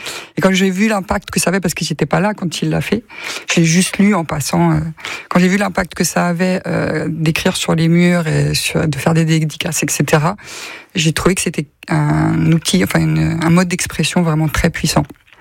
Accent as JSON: {"language": "French", "town": "Rennes", "region": "Brittany", "country": "France", "tie": "born or raised there", "said": "J'ai grandi à Villejean. Et c'est très bétonné."}